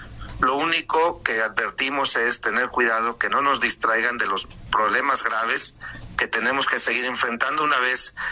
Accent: Mexico; creo que como mexicanos tenemos que amar a nuestro país

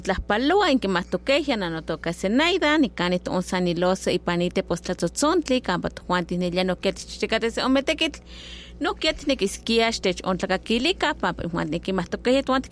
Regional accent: Mexico; first language Nahuatl; Spanish is a second language; estaremos platicando en la lengua náhuatl, y pues como les mencionaba hace un momento, en mi lengua materna

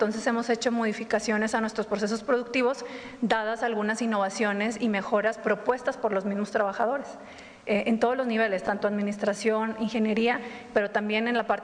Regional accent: Mexico

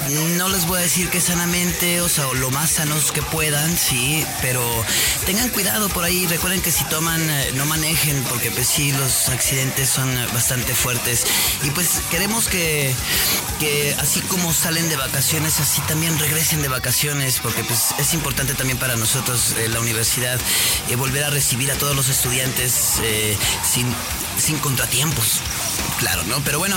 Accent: Aguascalientes, Mexico

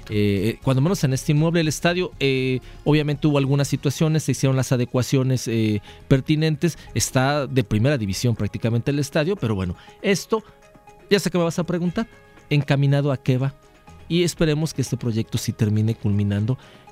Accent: Mexico; somos mexicanos y hablamos español.

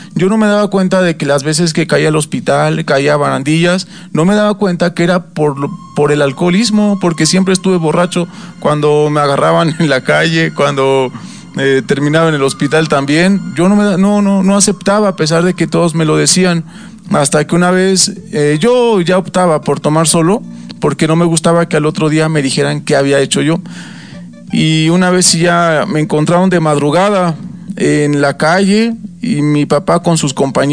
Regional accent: Taxco, Guerrero, Mexico; moved away as an adult; Y me tuve que regresar a mi pueblo. Así fue como regresé a Taxco.

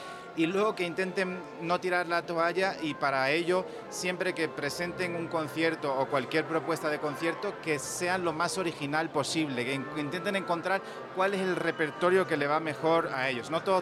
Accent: Andalusia, Spain; Mi tierra en Andalucía

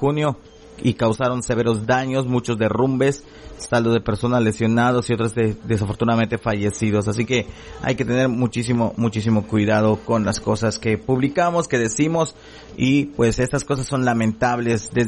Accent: Mexico; Nosotros como mexicanos

